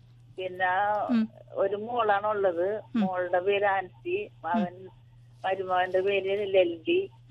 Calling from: Gothuruthu, Kerala, India; സ്ഥലം? ഗോതിരത്ത് എന്ന് പറയും.

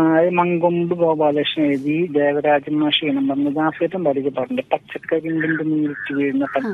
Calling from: Thrissur, Kerala, India; ആ ഞാൻ വിളിക്കുന്നത് തൃശ്ശൂരിൽ നിന്നാണ്. തൃശ്ശൂരിൽ നിന്ന് ചിറ്റണ്ട എന്ന് പറഞ്ഞു.

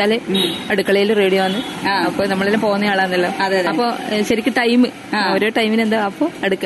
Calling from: Anjarakandy, Kerala, India; Anjarakandy

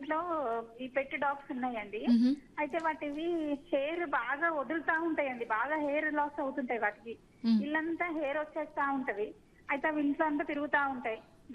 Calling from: Hyderabad, Telangana, India; నేను హైదరాబాద్ నుంచి మాట్లాడుతున్నాను మేడం.

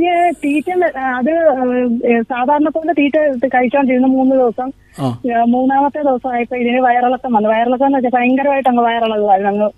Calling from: Kerala, India; ഞാൻ തുമ്പണ്ണൂന്നാ വിളിക്കുന്നത്.

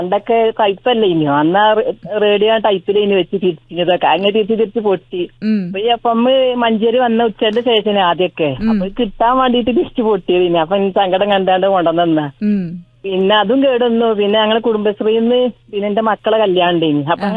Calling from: Vellambram, Kerala, India; Vellambram.

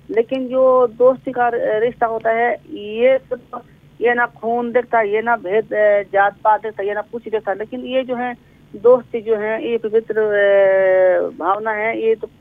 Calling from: Shimla, Himachal Pradesh, India; बात कर रहा हूँ शिमला से।

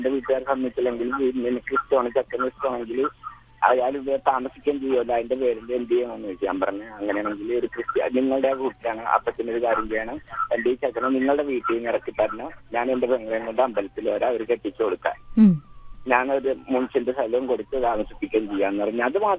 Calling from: Puthuvype, Kerala, India; Puthuvype.

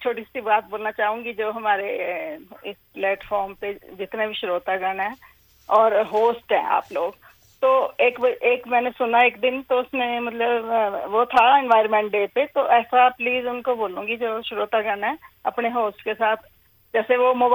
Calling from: Bhota, Himachal Pradesh, India; हमारा गांव है ना भोटा नाम है

